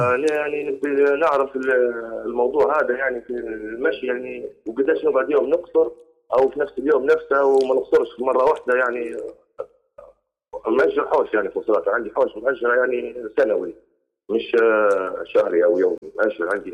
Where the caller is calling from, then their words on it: Tripoli, Tripolitania, Libya; أنا طبعا من طرابلس، لكن نمشي يعني مصراتة مرة بعد شهر مرة شهرين